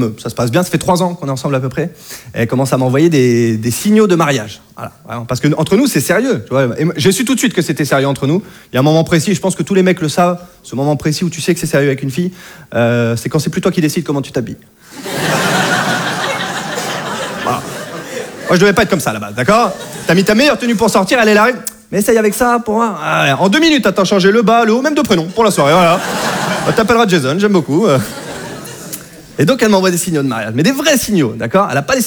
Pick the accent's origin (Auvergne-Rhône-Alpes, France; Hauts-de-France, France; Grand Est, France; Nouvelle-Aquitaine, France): Hauts-de-France, France; parce que chez moi, en Picardie, vous en doutez, entre voisins, il y a de l'ambiance.